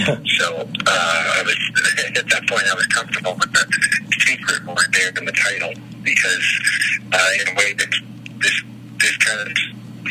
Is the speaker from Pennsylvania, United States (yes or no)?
no; Boston, Massachusetts, United States; like you said, I'm here from Boston, and then, you know, I fall in love with this album.